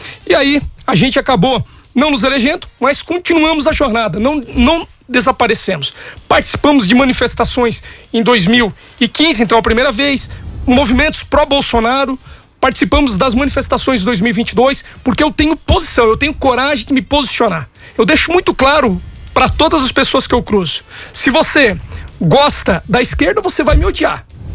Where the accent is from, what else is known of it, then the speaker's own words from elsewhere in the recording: Rio do Oeste, Santa Catarina, Brazil; born there; moved away as an adult; E eu saí de Rio do Oeste com 18 anos